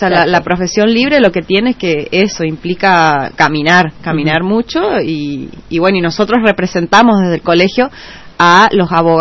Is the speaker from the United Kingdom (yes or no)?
no; Argentina; moved away as an adult; fui juez de paz de mi pueblo, de Sausalito, exactamente. Estuve como juez suplente 4 años, después renuncié, vine, me radiqué en la ciudad